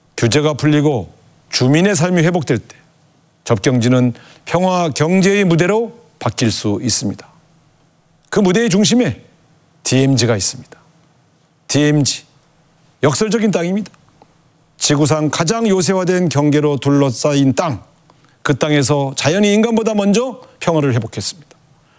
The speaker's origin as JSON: {"language": "Korean", "town": "Cheorwon", "region": "Gangwon", "country": "South Korea", "tie": "born or raised there", "said": "제가 태어나고 자란 철원평야도 휴전선으로 잘렸습니다."}